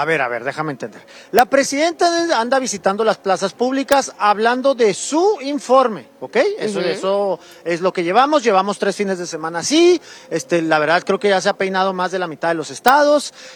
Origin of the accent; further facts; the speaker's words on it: Chihuahua, Mexico; Y mira que yo soy de Chihuahua.